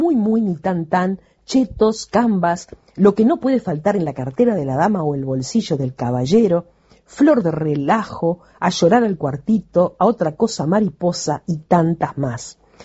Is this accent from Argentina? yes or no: no; Uruguay; en mi país, la Suiza de América